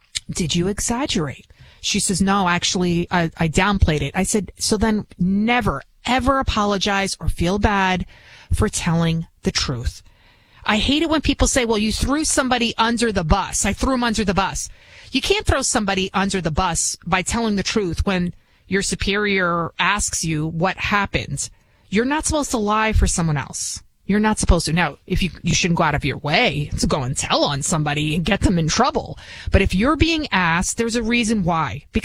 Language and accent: English; United States; English is a second language; I'm first generation American. I didn't even speak English growing up